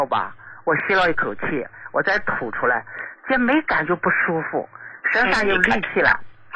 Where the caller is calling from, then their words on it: Shaanxi, China; 啊，您好，我是陕西的一名听众。